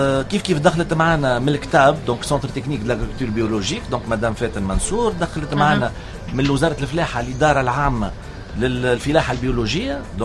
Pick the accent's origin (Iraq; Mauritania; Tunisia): Tunisia; عندنا في تونس